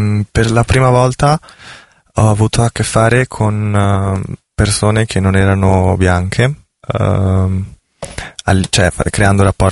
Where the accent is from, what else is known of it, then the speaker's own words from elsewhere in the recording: Milan, Lombardy, Italy; also born or lived in Amsterdam; Sì, sono nata a Milano nel 2002 e cresciuta qui fino a tipo i 18 anni, in cui ho vissuto 2 anni ad Amsterdam per poi tornare qui. E, mio papà è di origine greca o turca, però è nato qua